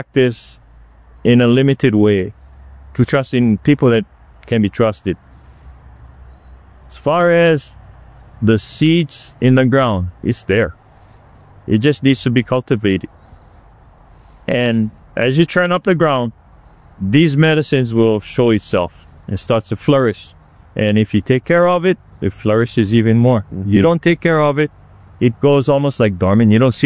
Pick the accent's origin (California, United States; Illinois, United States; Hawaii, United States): Hawaii, United States; Hilo; moved away as an adult; now in Waimea, United States; I'm a resident in Waimea. I lived there for close to 40 years. Originally born and raised in Hilo.